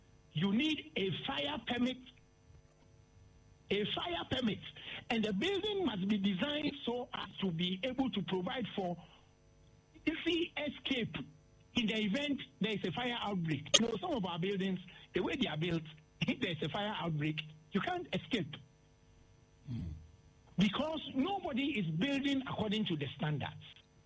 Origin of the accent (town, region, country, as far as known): Ghana; moved away as an adult